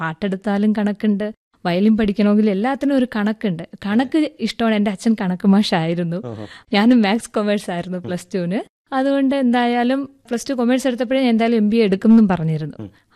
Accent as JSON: {"language": "Malayalam", "region": "Kerala", "country": "India", "said": "അപ്പൊ ഞാൻ മാത്രമേ മലയാളിയുള്ളൂ."}